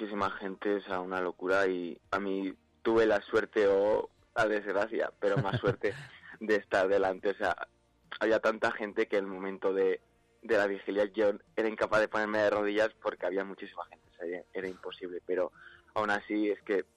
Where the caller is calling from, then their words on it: Soria, Castile and León, Spain; yo he conocido a muchísimos jóvenes de aquí de Soria que no conocía por el hecho de no salir de mi pueblo.